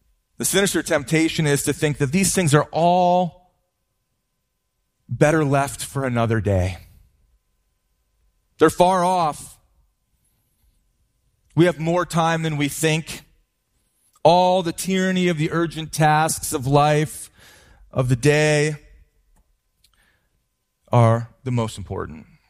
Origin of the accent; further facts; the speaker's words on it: Lake Elmo, Minnesota, United States; Growing up in Lake Elmo, Minnesota, my family and I lived in the same house for 18 years.